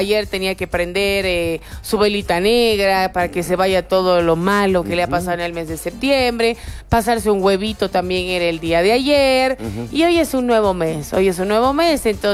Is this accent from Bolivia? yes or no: yes; Bolivia; sabemos cómo somos los bolivianos